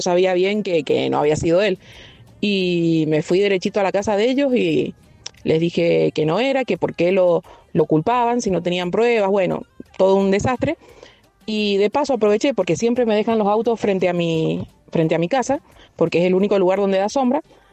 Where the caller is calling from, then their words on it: Rivadavia, Argentina; de Rivadavia.